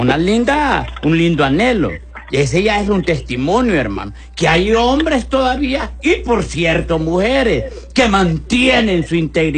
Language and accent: Spanish; Comayagüela, Francisco Morazán, Honduras; en todos esos barrios me crié yo, Camposonia, ah. Viadela, La Sopilotera, sí, sí. Colonia Rodríguez.